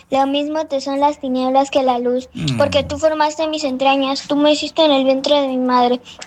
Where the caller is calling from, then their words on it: Veracruz, Mexico; soy de Veracruz, México.